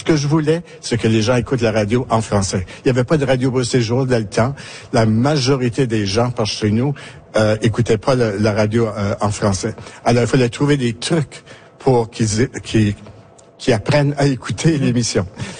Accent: Prince Edward Island, Canada; ma région natale, la région évangéline, où c'est là qu'on vivait le plus en français.

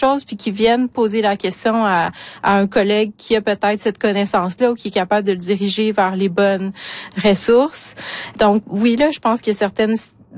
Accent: Quebec City, Quebec, Canada; comme Chouchane, j'ai grandi à Québec, donc hors communauté.

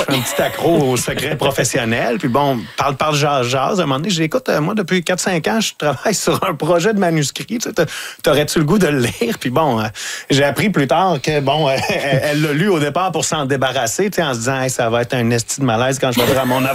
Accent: Lavaltrie, Quebec, Canada; now in Montreal, Canada; moi, je viens de la Valtrie, dans la région de la Naudière. Puis quand je suis arrivé à Montréal, c'était ma porte d'entrée vers Montréal. Et j'ai pas mal toujours habité là depuis 25 ans.

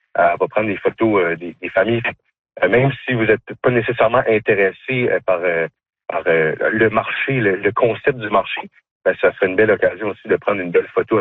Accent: Robertville, New Brunswick, Canada; Oui, ben moi, ayant grandi dans la région, moi, je viens de Robertville, là, c'est la terre fertile en jeunes talents.

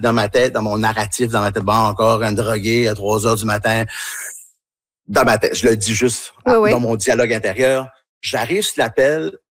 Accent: New Brunswick, Canada

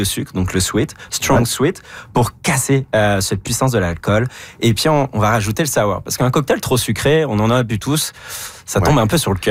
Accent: France

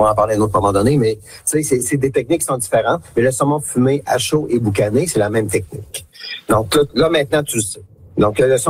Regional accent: Quebec, Canada; Puis ils font tous les événements chez nous en Gaspésie.

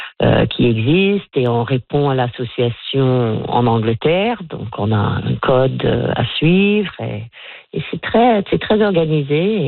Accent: Nova Scotia, Canada; born there

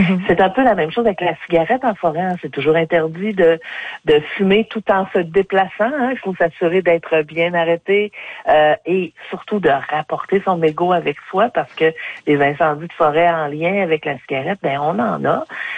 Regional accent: Quebec, Canada; c'est qu'on en a moins entendu parler chez nous, à Baie-Sept-Îles, Baie-Comeau, un peu plus près de la côte

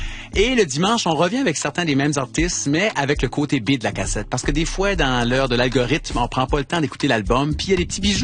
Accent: New Brunswick, Canada; Et comme j'ai un POV de du Canada, de l'Acadie, moi je viens du Nouveau-Brunswick, c'est certain que j'ai des références musicales différentes.

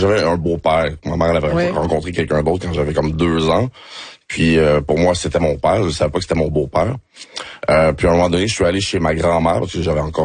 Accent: Montreal, Quebec, Canada; born there; Mais je suis né à Montréal-Nord, par exemple.

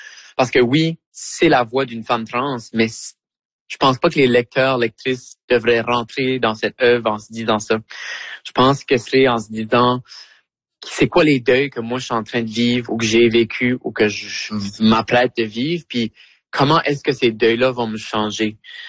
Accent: Acadia, Canada; en tant qu'Acadienne qui déménage de son chez-soi

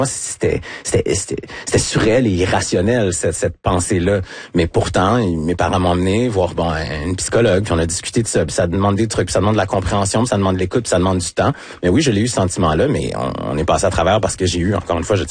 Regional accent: Quebec City, Quebec, Canada; Je pense que tout est arrivé quand je suis parti de Québec. Donc, j'avais 17 ans pour aller à Jonquière, étudier en arts et technologie des, ouais, médias, en radio.

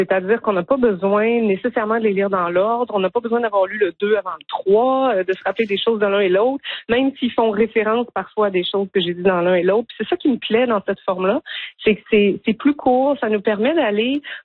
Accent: Ontario, Canada; moved away as an adult; also born or lived in Quebec; now in Nova Scotia, Canada; Puis moi, comme vous l'avez dit, je viens de l'Ontario. Je connais bien l'Ontario. J'ai vécu là 25 ans.

